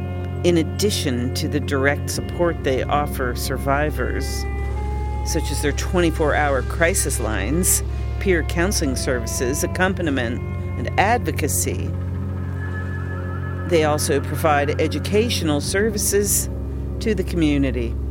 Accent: Los Angeles, California, United States; I grew up with them in San Pedro, Los Angeles.

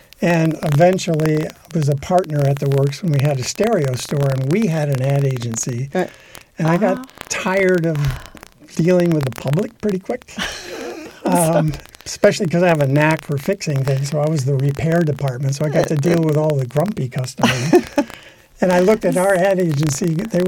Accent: East Lansing, Michigan, United States; moved away as an adult; now in Humboldt County, United States; I grew up in East Lansing, Michigan, was in pre-med at Michigan State in the 67.

